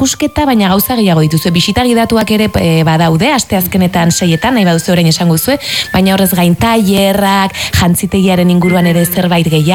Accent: San Sebastián, Basque Country, Spain; ni Euskal Dantzan aritutakoa naiz, ni Donostiarra naiz, eta ni Kresalan aritu izan naiz urtetan.

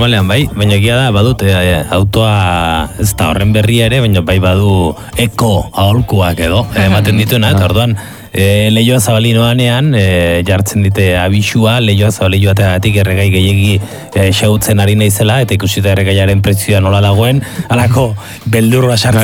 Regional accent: Idiazabal, Basque Country, Spain; Bira hori gure herrian ohikoa zen, parrandetan da ordu batetik aurrera, nidia zabaldarra naiz, eta ordu batetik aurrera, haupa segura esaten genuen

